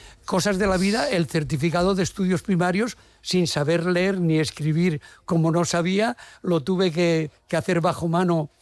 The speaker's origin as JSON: {"language": "Spanish", "town": "Jumilla", "region": "Region of Murcia", "country": "Spain", "tie": "born there", "said": "Yo soy de Jumilla"}